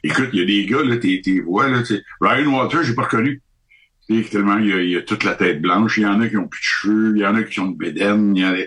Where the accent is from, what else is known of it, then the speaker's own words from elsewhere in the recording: Canada; moi, je suis du Canada, je suis ici de passage